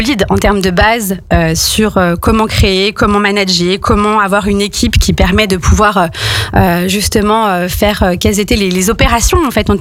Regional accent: Auvergne-Rhône-Alpes, France; j'ai fait un bac L à Saint-Ambroise, donc je suis une pure savoyarde donc d'ici.

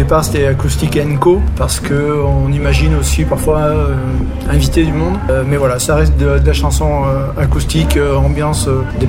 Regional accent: Aubenas, Auvergne-Rhône-Alpes, France; On vient d'Aubenas, voilà, on travaille en circuit court, on est des locaux.

